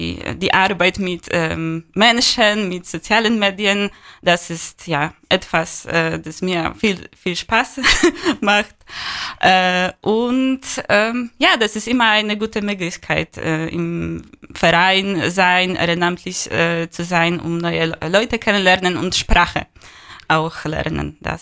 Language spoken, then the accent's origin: German; Poland; now in Germany; Genau, ich komme aus Polen, ich bin in Deutschland seit 2,5 Jahren.